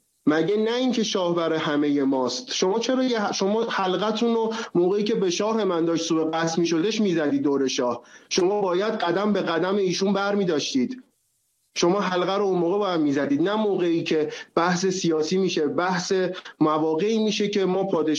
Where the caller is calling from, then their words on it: Tehran, Tehran Province, Iran; از تهران هستم